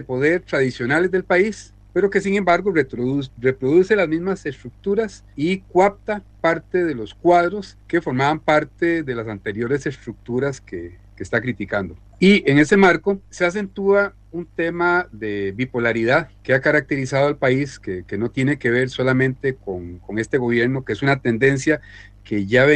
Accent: Costa Rica; en la zona sur de nuestro país, de Costa Rica.

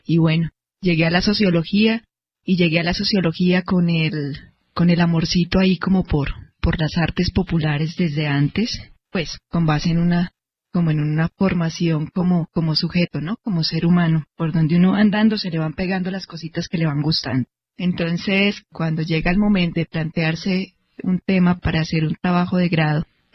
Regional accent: Bucaramanga, Santander, Colombia; born there; moved away; also born or lived in Zapatoca, Santander; yo nací en Zapatoca, Santander. Viví muchos años allá, en Santander, en Bucaramanga.

